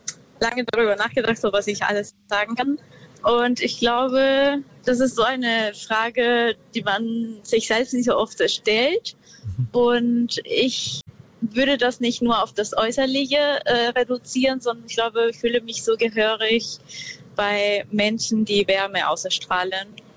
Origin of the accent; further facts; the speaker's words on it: Peru; German is a second language; now in Germany; komme ursprünglich aus Peru. Ich bin im Norden von Peru aufgewachsen und da gab es ja viel Natur